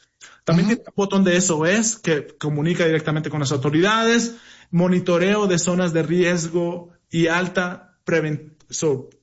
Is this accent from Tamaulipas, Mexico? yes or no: yes; Matamoros, Tamaulipas, Mexico; Yo soy de Matamoros, pero yo voy a Matamoros cada 2-3 semanas.